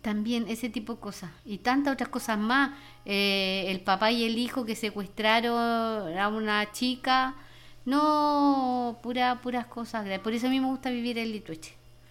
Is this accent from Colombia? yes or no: no; Chile; nosotros como chilenos tenemos cultura sísmica